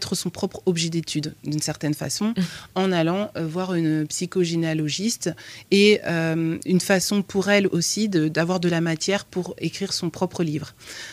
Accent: France; born there; also born or lived in Congo; arrivé en France très très jeune, comme moi.

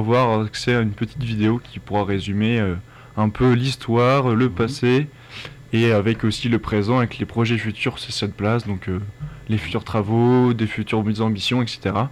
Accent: Pays de la Loire, France; moved away; Je suis originaire de Vendée, moi.

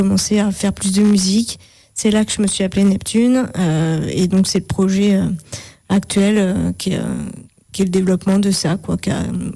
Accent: Vénissieux, Auvergne-Rhône-Alpes, France; Moi, j'habitais à Vénissieux, j'ai grandi à Vénissieux pendant 25 okay. ans.

